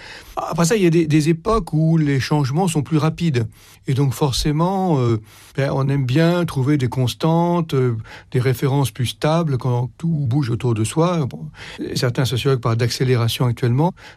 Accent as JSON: {"language": "French", "country": "France", "said": "parce que bon, on est français, donc on est solidaire de la France"}